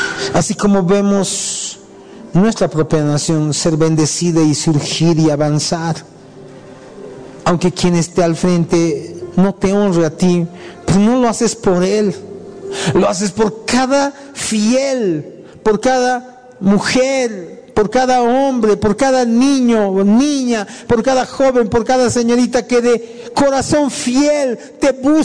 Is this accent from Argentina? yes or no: no; Bolivia; Nosotros también somos bolivianos.